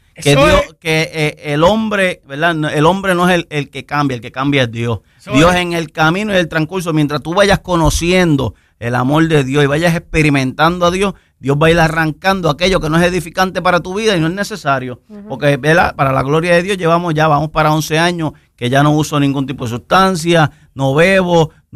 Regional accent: Mayagüez, Puerto Rico; now in Rincón, Puerto Rico; Yo vengo del pueblo de Mayagüez, adoptado por Rincón. Uh-huh. Ya casi 20 años en el pueblo de Rincón, ¿verdad? Y pues, normal, crecí en lo que todo el mundo conoce, ¿verdad? Un hogar típico

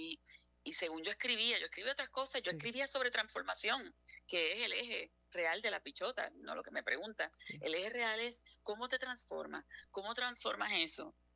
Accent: Puerto Rico; moved away; yo me fui de Puerto Rico

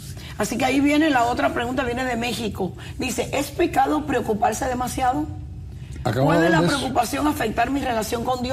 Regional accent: Puerto Rico; also born or lived in Cuba; now in United States; Porque yo soy cubana porque nací en Cuba. Pero mis padres son del Líbano, así que soy libanesa. Y me crié en Puerto Rico, así que...

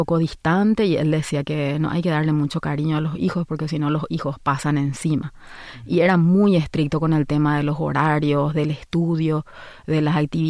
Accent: Asunción, Paraguay; nací en Paraguay, en Asunción.

